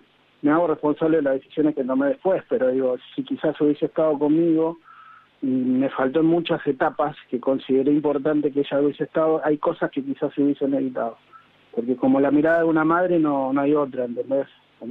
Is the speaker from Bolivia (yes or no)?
no; Buenos Aires, Argentina; Nací y crecí en Capital, toda porteña.